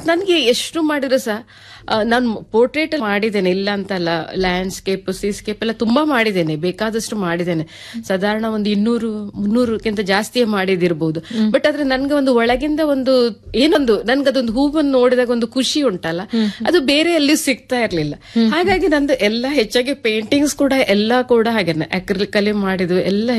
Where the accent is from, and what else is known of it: Saligrama, Karnataka, India; born or raised there; moved away as an adult; also born or lived in Sagara / Udupi / Mangaluru / Sharjah, UAE